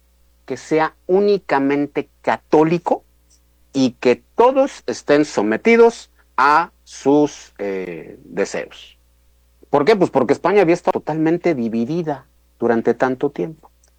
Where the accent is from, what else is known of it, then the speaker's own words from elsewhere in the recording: Mexico; somos mexicanos como producto de todas esas cosas.